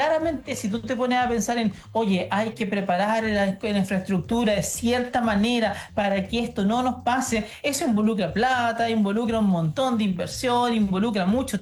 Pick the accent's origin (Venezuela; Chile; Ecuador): Chile